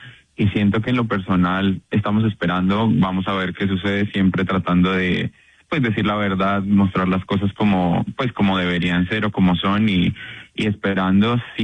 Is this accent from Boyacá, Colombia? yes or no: yes; Tunja, Boyacá, Colombia; Ella está en Tunja, yo soy de Tunja, así que quería mandarle un saludo.